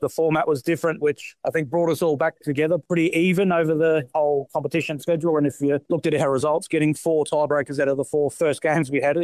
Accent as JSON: {"language": "English", "region": "New South Wales", "country": "Australia", "tie": "born or raised there", "said": "I grew up on the Tweed Coast."}